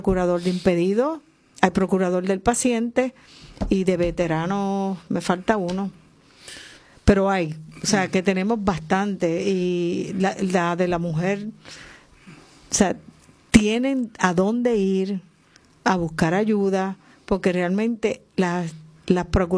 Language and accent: Spanish; Aguada, Puerto Rico; En el oeste también he venido al de mi pueblo, Aguada